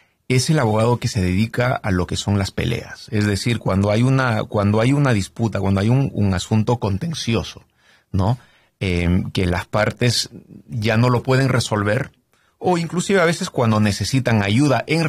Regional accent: Saskatoon, Saskatchewan, Canada; Spanish is a second language; Yo soy de Saskatoon, Saskatchewan.

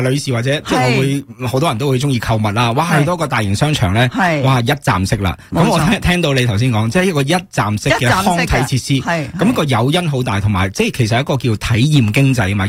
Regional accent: Canada; 凝聚翻我哋加拿大人嗰种嘅力量咯

